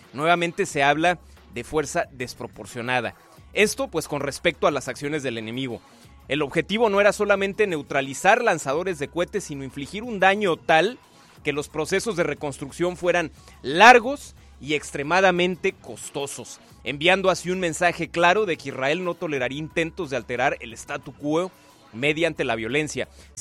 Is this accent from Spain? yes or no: no; Mexico